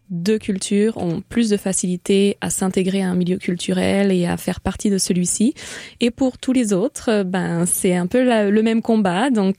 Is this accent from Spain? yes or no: yes; Barcelona, Catalonia, Spain; moved away as an adult; now in Montreal, Canada; Alors moi, je me suis toujours sentie 100% barcelonaise parce que je suis née à Barcelone, c'est vraiment la ville de mon cœur. Mais c'est vrai qu'à 18 ans, j'ai passé la majorité de ma vie à Barcelone avant de venir à Montréal, même si j'ai vécu dans d'autres endroits.